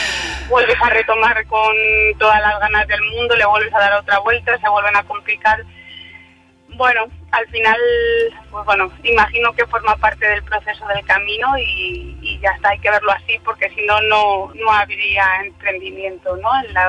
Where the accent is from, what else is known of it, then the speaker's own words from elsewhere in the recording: Ledesma, Castile and León, Spain; hacerlo en mi pueblo, hacerlo en Ledesma.